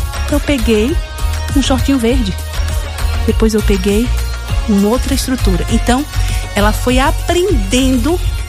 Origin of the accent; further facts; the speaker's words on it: Northeast Region, Brazil; E eu sou nordestina? É!